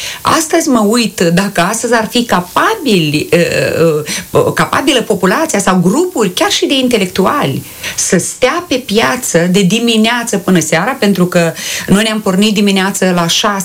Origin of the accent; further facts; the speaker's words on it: Ungheni, Ungheni District, Moldova; eu sunt ungheneancă și am venit cu familia ramă de la Cornești